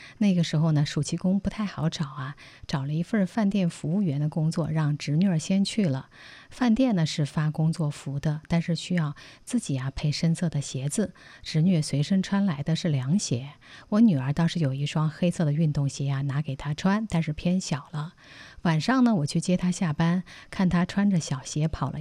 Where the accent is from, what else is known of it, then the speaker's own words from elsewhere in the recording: China; 我们中国人